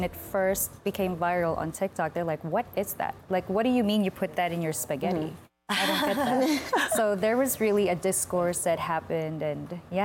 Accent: Philippines; moved away as an adult; now in United States; when I left the Philippines, that's when I really knew, like, wow, I really love being Filipino.

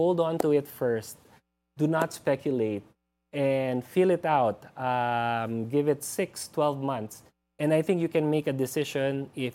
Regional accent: Philippines; So as a Filipino, you need to do a lot of computation to go to where we are, which is more peso per gram.

